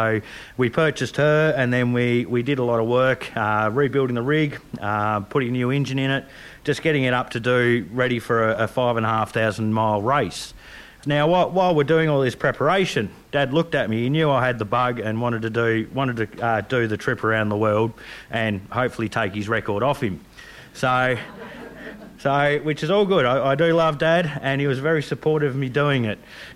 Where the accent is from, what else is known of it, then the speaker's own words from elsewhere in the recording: Tasmania, Australia; I grew up sailing around Tasmania